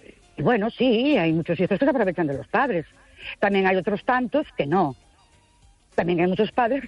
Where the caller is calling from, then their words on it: Ourense, Galicia, Spain; de Orense